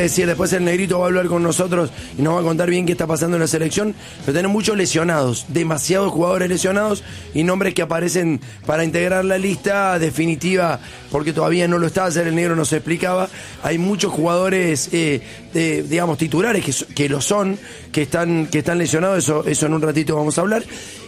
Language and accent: Spanish; Argentina; Eso, lamentablemente, también somos los argentinos.